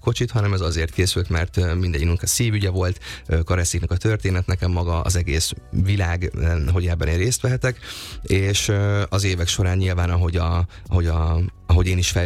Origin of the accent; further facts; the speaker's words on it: Nyíregyháza, Szabolcs-Szatmár-Bereg, Hungary; now in Budapest, Hungary; akkor én egy tévéműsor kapcsán költöztem fel Budapestre Nyíregyházáról, én Nyíregyházán éltem, ott is érettségiztem